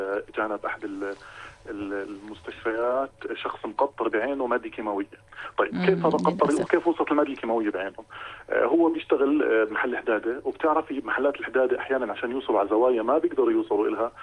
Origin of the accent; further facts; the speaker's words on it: Jordan; عندنا بالأردن